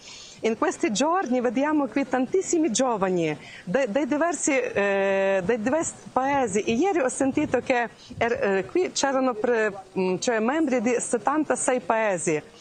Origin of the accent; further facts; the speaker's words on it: Ukraine; proveniamo dall'Ucraina